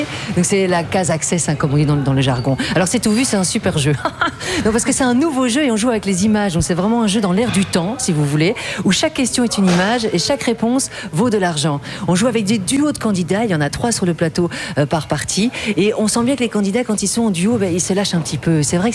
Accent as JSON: {"language": "French", "region": "Brussels", "country": "Belgium", "said": "Moi, je suis bruxelloise, en fait, d'origine."}